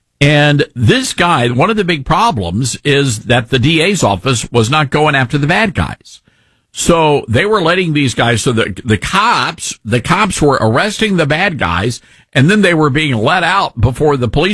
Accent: Memphis, Tennessee, United States; born or raised there

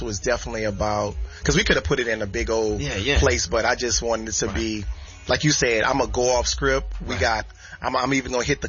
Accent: New Orleans, Louisiana, United States; I'm from Louisiana. You know, originally New Orleans.

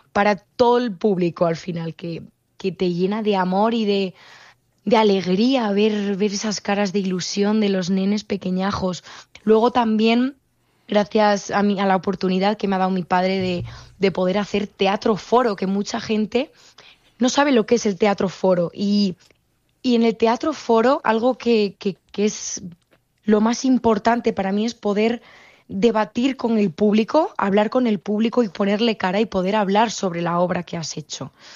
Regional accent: Colmenar Viejo, Community of Madrid, Spain; born there; moved away; also born or lived in El Bierzo; yo de pequeñita vivía con mi familia en Colmenar Viejo, Madrid. Yo soy madrileña y, bueno, ahora mismo me considero madrileña berciana.

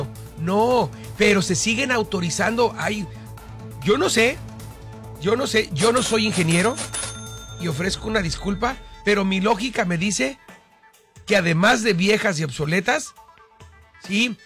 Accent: Tijuana, Baja California, Mexico; born there; Yo recuerdo cuando era niño me decían, en Tijuana no hay edificios tan altos

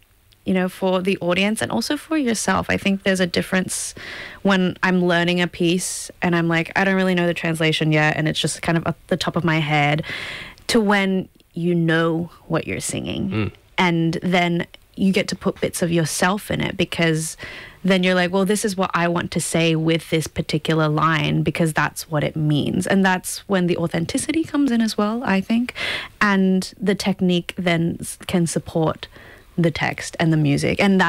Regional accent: Australia; also born or lived in Chicago; now in Vienna, Austria; I am very Australian.

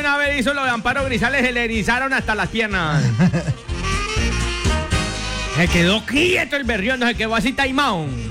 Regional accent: Colombia; Así somos los colombianos

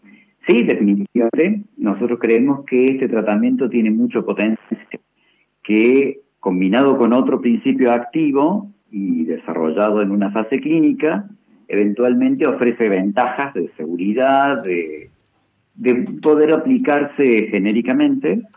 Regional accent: Córdoba, Argentina; now in Mendoza, Argentina; yo soy de Córdoba

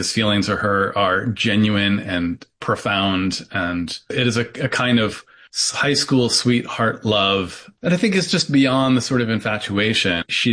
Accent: Rust Belt, United States; now in Knoxville, United States; I grew up in the Rust Belt. I lived up through graduate school in the Rust Belt.

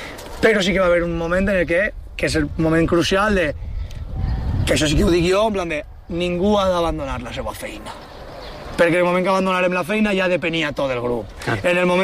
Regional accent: Valencian Community, Spain; la cosa tan personal que tenim nostra com a valencians

